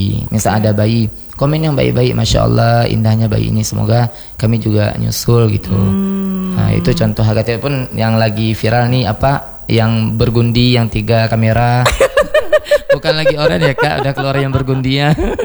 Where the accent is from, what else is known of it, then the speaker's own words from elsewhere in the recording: Bireuen, Aceh, Indonesia; now in Banda Aceh, Indonesia; Bahkan di kampung saya pun di Biren masih ada remaja masjidnya.